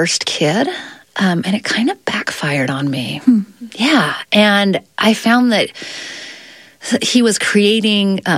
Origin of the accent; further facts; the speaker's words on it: Utah, United States; so I'm from Utah, and there was a lot of talk about banning social media in this state for anyone below the age of 18.